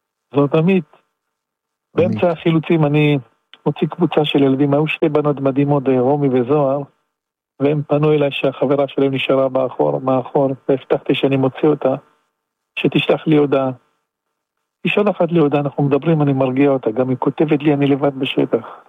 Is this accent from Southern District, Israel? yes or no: yes; Southern District, Israel; אני גדלתי באזור הזה, אני ישנתי, אני בכיתי באזור הזה כשהייתי ילד קטן.